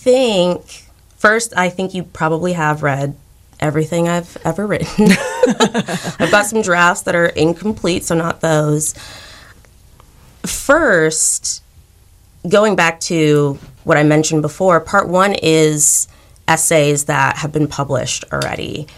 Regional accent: United States; I'm Nigerian American, so that is what I'm using in my book binding.

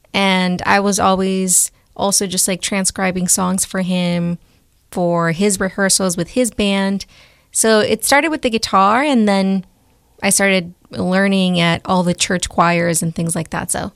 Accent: Chicago, Illinois, United States; a singer, songwriter, Mexican American, born and raised in Pilsen and Little Village, Chicago, to parents who migrated from Michoacan, Mexico. And I claim both Pilsen and Little Village because I moved back and forth a lot.

